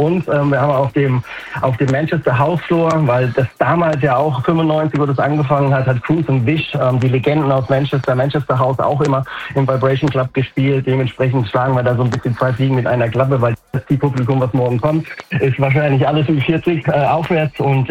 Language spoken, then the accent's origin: German; Heidelberg, Baden-Württemberg, Germany; born there; Ich bin gebürtiger Heidelberger.